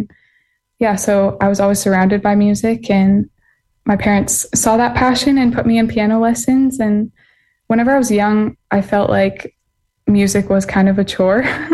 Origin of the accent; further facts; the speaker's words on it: Ottawa, Ontario, Canada; Yeah, I grew up in Ottawa, Ontario, so the capital. And I've been here all 23 years.